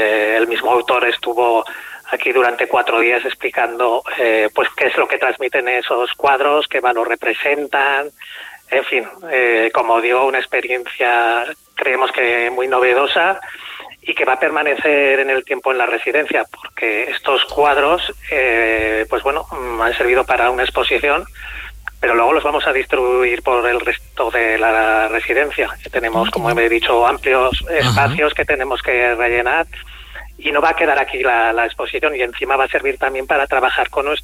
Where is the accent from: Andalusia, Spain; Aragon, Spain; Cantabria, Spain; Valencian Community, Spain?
Aragon, Spain; Monreal del Campo; yo soy de Monreal